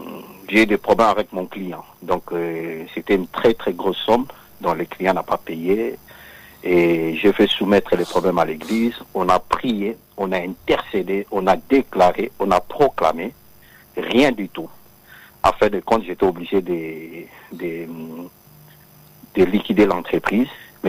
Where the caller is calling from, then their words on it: Paris, Île-de-France, France; En fait, j'appelle de Paris.